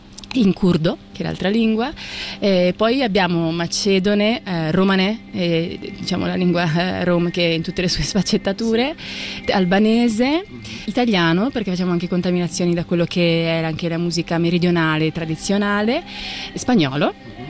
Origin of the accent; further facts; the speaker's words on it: Switzerland; una ricerca delle mie origini che non ho mai realmente vissuto, siccome sono nata e cresciuta in Svizzera.